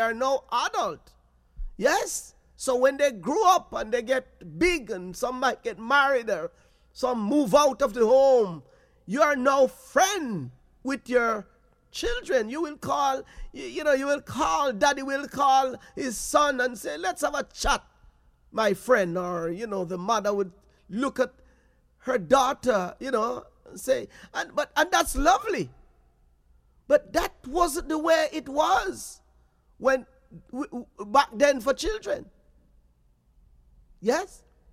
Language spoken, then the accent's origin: English; Jamaica; as a Jamaican, yes, there are days then we as parents, when our parents was growing up, and we as children, we would listen to the elders in our community